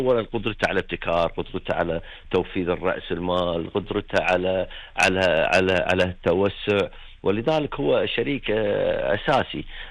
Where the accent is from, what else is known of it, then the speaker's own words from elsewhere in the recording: Kuwait; اليوم عندنا بالكويت،